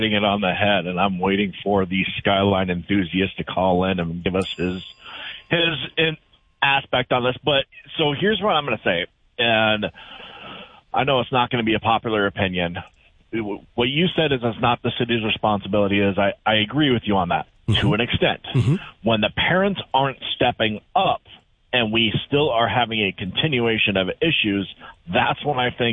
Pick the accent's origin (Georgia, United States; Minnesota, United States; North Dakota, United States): Minnesota, United States; I grew up in Minnesota, same town as you